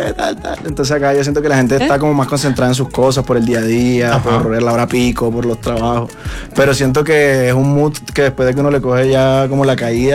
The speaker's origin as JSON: {"language": "Spanish", "town": "Barranquilla", "region": "Atlántico", "country": "Colombia", "lives_now": "Bogotá, Colombia", "said": "Sí, yo soy de Barranquilla."}